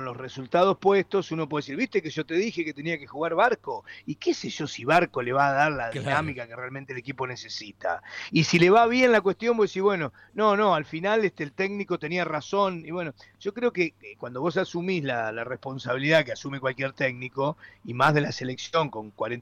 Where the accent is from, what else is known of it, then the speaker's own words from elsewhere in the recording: Argentina; Soy un argentino más.